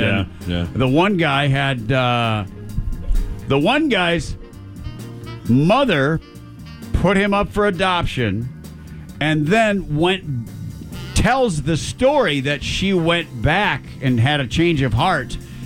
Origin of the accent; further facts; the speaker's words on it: Michigan, United States; moved away; I grew up in Michigan.